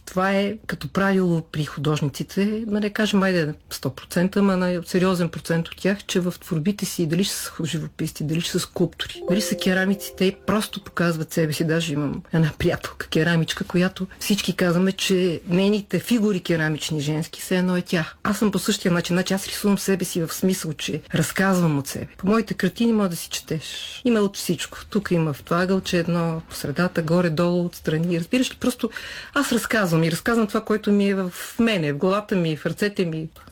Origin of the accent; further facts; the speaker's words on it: Sofia, Sofia City, Bulgaria; въпреки че съм от София